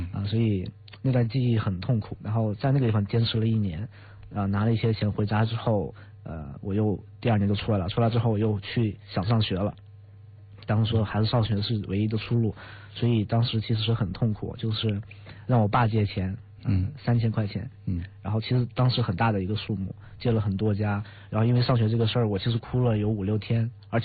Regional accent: Zhangjiakou, Hebei, China; moved away; 所以我就自己坐到另一个很大的城市，就张家口，我们的市区

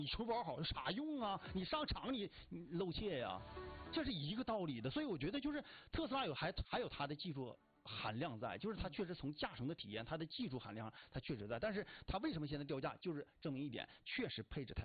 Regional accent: Northeast China, China; 我作为一个纯纯的东北人

